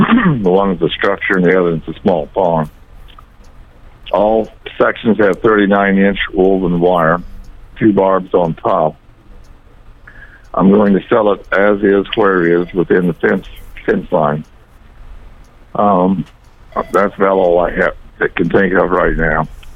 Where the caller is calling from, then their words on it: Cahokia, Missouri, United States; I live about 8 miles southwest of Cahokia